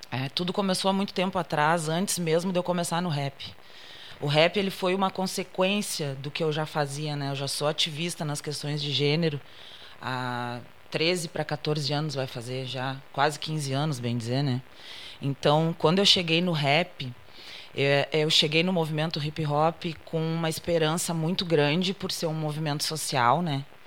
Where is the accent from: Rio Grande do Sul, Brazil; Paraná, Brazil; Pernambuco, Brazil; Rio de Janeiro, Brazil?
Rio Grande do Sul, Brazil; Pelotas; Eu sou da cidade de Pelotas, nascida e criada na cidade de Pelotas, então eu sou prata da casa, né, como se fala.